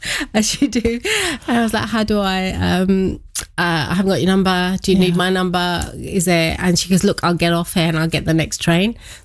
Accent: India

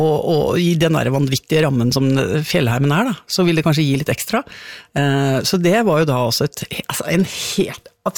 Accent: Toten, Innlandet, Norway; born or raised there

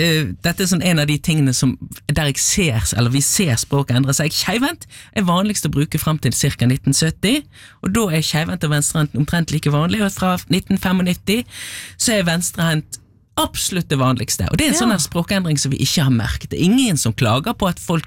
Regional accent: Bergen, Vestland, Norway; nå skal jeg som bergenser arbeide litt med å si skjeva.

